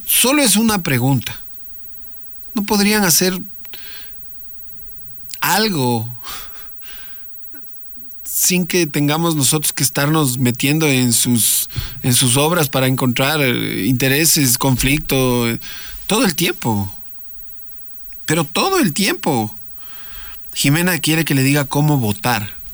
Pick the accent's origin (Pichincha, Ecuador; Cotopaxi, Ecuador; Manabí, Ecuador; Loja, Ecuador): Pichincha, Ecuador; Quito; Y claro que si lo vemos netamente como quiteños